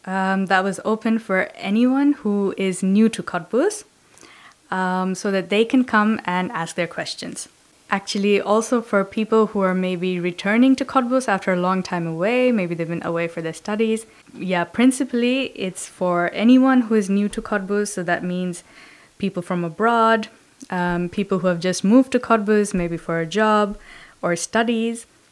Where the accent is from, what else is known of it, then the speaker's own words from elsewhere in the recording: Dhaka, Dhaka Division, Bangladesh; English is a second language; So I come from Dhaka, Bangladesh, and Bangladesh, I'd say in the last decade, has many new private radio stations.